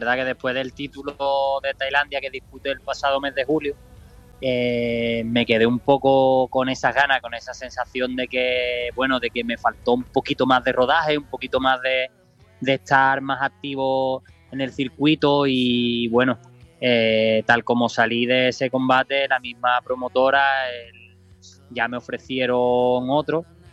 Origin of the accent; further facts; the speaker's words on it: Cádiz, Andalusia, Spain; empiezo en Cádiz, tengo todo el mes por toda España, pero tenía que empezar en mi tierra, que la verdad que se echa mucho de menos